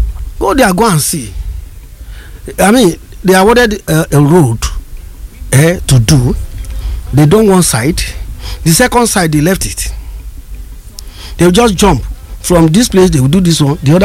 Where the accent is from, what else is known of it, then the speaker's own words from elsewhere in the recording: Ibadan, Oyo, Nigeria; we from Ibadan. We have house in the city.